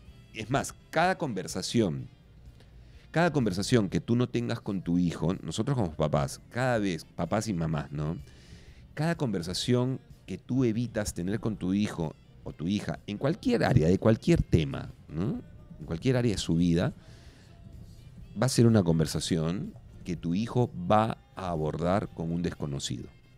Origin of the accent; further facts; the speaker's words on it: Lima, Peru; los limeños somos muy quejones con el clima